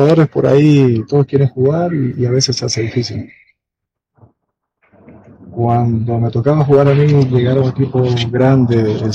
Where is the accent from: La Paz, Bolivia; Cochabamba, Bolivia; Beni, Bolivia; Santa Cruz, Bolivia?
Santa Cruz, Bolivia; Santa Cruz de la Sierra; yo soy de Santa Cruz